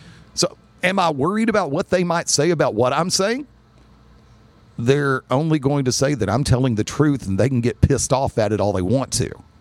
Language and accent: English; Birmingham, Alabama, United States; now in Pelham, United States; I'm from Birmingham. Now, if I really want to get technical, I will say I am in Pelham.